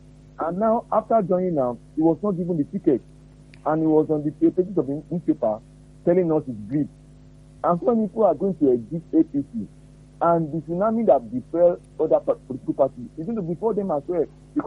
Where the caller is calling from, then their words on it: Akpata, Nigeria; calling from Akpata.